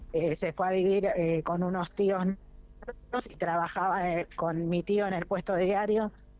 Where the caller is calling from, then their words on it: Argentina; soy una argentina que lleva el apellido de un héroe de Malvinas